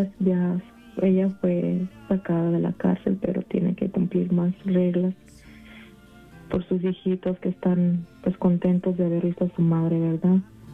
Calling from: Riverside, California, United States; de Riverside, de la 1670.

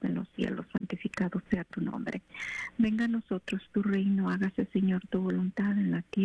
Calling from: Salinas, California, United States; Yo estoy llamando de California, Salinas, California.

